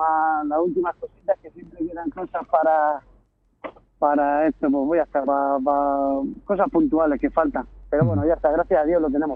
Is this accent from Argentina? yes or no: no; Cáceres, Extremadura, Spain; moved away; yo soy de allí de Cáceres